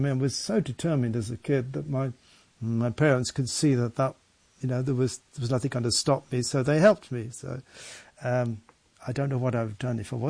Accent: Birmingham, West Midlands, United Kingdom; growing up in Birmingham

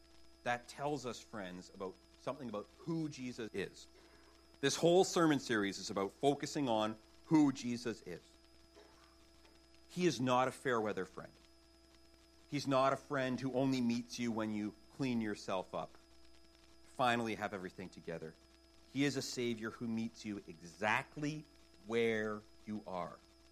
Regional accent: Canada; I'm Canadian, right?

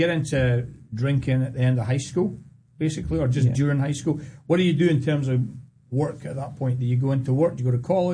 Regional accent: Scotland, United Kingdom; Even as a Scotsman who comes through, I'm like, Oregon is beautiful.

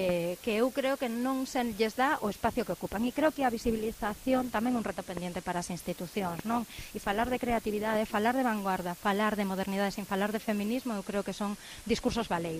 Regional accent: Forcarei, Galicia, Spain; Mañana eu son de Forcarei

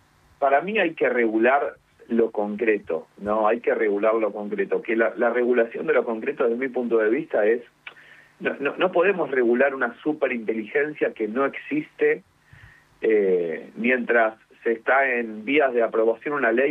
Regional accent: Argentina

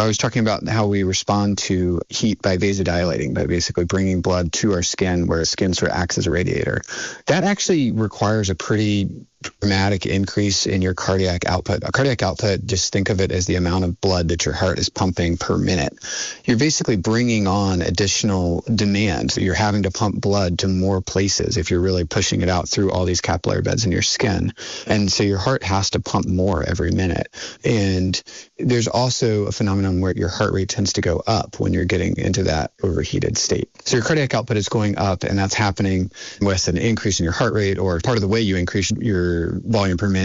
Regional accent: South Carolina, United States; born or raised there; now in Vermont, United States

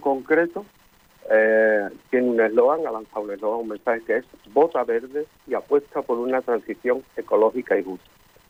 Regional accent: Andalusia, Spain; Como somos los andaluces.

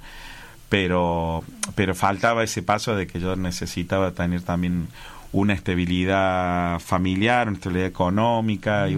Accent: Córdoba, Argentina; yo sigo diciendo que soy cordobés, guitarrero y cantor.

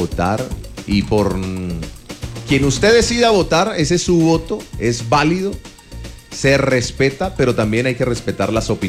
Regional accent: Colombia; De nuestro país, de Colombia.

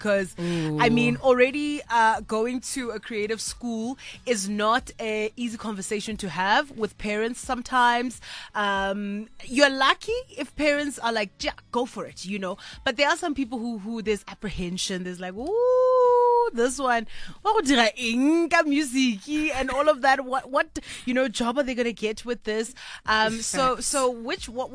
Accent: Kimberley, Northern Cape, South Africa; you are a Kimberley girl like I am.

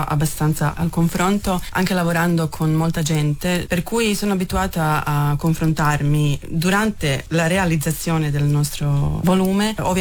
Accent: Rijeka, Primorje-Gorski Kotar County, Croatia; accent: Fiuman dialect; first language Fiuman dialect

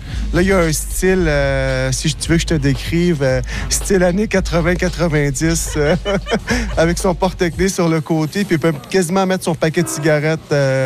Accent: Verdun, Quebec, Canada; Dans Verdun. J'ai grandi dans Verdun. Je connais les difficultés que le... Que les Verdunois ou que les jeunes y ont eu, les jeunes, je les sens. Je les sens parce que j'ai vécu ici

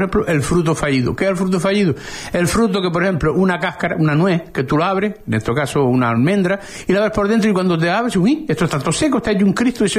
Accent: Arrecife, Canary Islands, Spain; also born or lived in La Tiñosa; yo empecé desde niño viviendo, me trasladé de La Tiñosa a Arrecife, y creo que tengo, por lo menos yo mismo, me tengo un compromiso moral con Arrecife.

